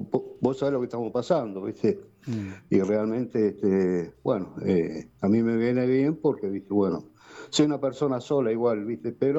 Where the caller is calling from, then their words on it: Berazategui, Buenos Aires Province, Argentina; Soy de Berazategui, Jorge.